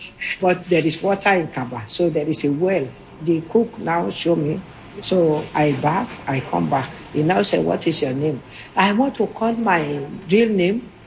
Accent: Mogadishu, Banadir, Somalia; English is a second language; I don't know how to say I come from Mogadishu. I just said, I come for job.

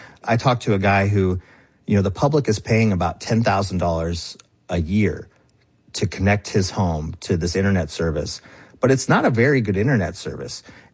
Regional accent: Alaska, United States; But, I'm from Alaska. I grew up here.

